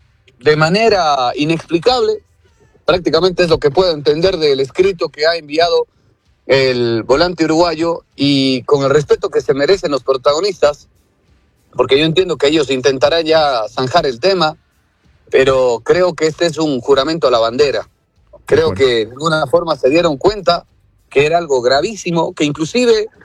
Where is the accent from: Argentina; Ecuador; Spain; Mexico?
Ecuador; Ojalá que sí, como ecuatorianos.